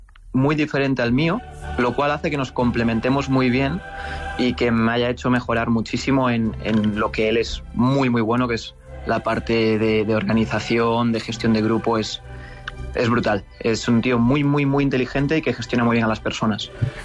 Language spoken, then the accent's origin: Spanish; Spain